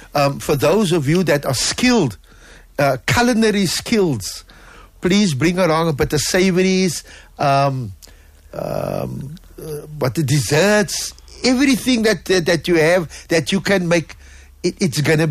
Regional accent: Cape Town, Western Cape, South Africa; born there; I was born in Claremont. I'm proud to say that I was born in Claremont. I come from good lineage in Claremont as well.

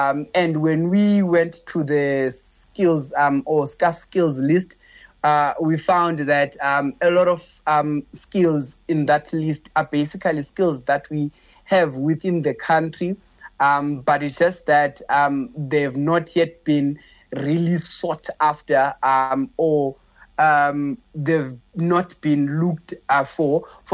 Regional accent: South Africa; no one in South Africa as a South African is owning a shop today.

